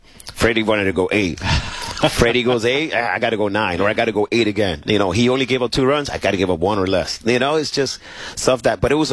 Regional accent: Puerto Rico; There's just a lot of Puerto Ricans that come through the organization. That, you know, even though we're far from Puerto Rico to Seattle, but you know, it's good.

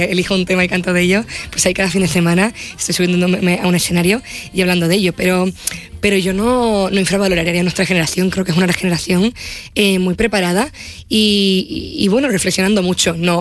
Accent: Los Llanos de Aridane, Canary Islands, Spain; born or raised there

